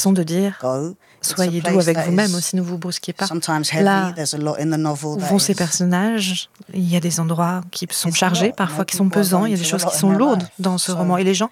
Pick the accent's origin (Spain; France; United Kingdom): United Kingdom; London; Moi, je suis née, j'ai grandi à Londres et parfois, ma ville peut être dévorante.